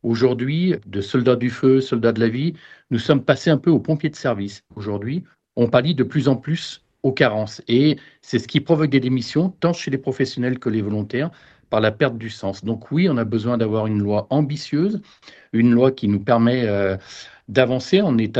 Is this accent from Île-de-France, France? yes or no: no; Auvergne-Rhône-Alpes, France; Des touristes qui viennent chez nous en Haute-Savoie